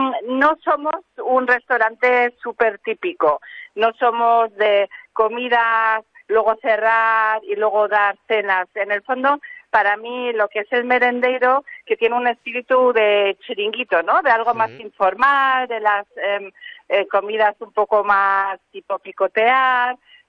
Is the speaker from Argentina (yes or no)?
no; Spain; also born or lived in Germany; now in Laxe, Spain; Mis padres se mudaron a España cuando yo tenía un añito. Entonces uh-huh. He crecido en España y aquí, pues, toda la vida he ido al colegio aquí. Y luego, pues, he ido a vivir en muchos sitios